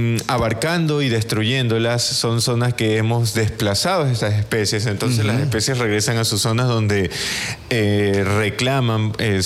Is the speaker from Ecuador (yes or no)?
yes; Ecuador; nuestros ciudadanos, nosotros como ecuatorianos, visitemos estos lugares.